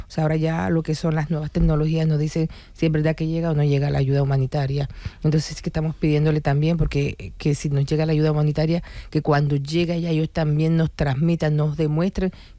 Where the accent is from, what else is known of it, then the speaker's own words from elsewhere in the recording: Colombia; como colombiana que soy, aportar ese granito de arena que necesita mi país.